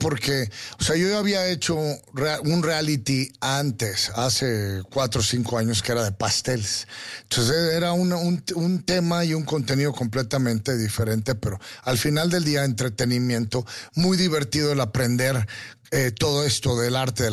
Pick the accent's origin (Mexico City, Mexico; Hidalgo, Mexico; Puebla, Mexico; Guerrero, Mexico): Mexico City, Mexico; moved away; Yo nací en México, soy mexicano, pero desgraciadamente no vivo aquí